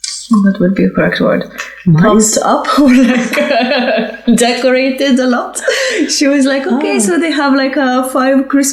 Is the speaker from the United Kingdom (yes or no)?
no; Lithuania; English is a second language; now in Oslo, Norway; I'm from Lithuania and I am a ceramic artist and I have a studio in Oslo. We've been here for 1 year so far.